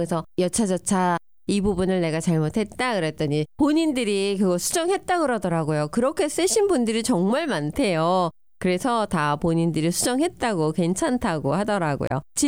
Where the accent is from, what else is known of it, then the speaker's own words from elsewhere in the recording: Seoul, South Korea; born there; 한국에서 태어났으니까 스테이트는 서울이라고 써야 되는데 제가 캘리포니아라고 써버린 거예요.